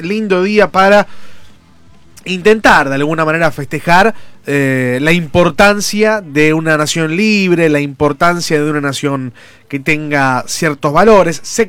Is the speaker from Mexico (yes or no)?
no; Argentina